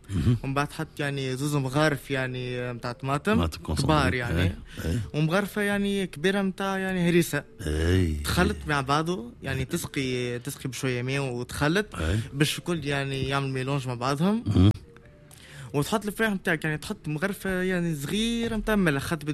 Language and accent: Arabic; Radès, Ben Arous, Tunisia